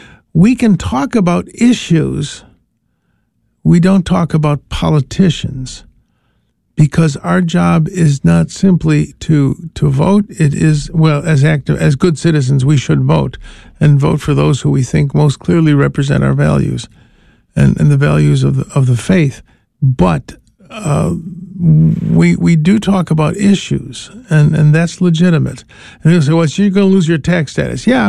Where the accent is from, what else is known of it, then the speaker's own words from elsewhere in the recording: Chicago, Illinois, United States; My family is a Detroit family. I grew up in Chicago